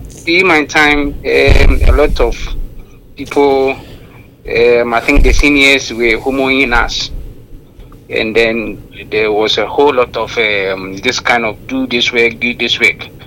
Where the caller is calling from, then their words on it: Tanoso, Ashanti, Ghana; I'm calling from Tanoso.